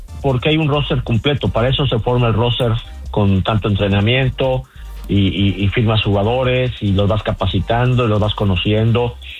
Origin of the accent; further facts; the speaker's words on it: Mexico City, Mexico; yo soy de la Ciudad de México